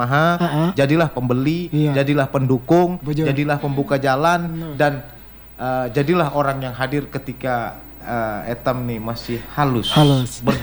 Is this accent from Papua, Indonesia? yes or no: no; East Kalimantan, Indonesia; Marilah kita sama-sama sebagai orang Kutai. Jadi saya campur bahasa Indonesia ini bahasanya.